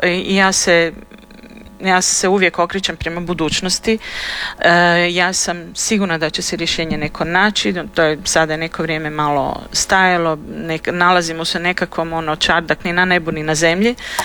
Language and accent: Croatian; Zagreb, City of Zagreb, Croatia; now in France; Ja sam rođena u Zagrebu, odrasla u Zagrebu, ja sam stjecajem okolnosti otišla u Francusku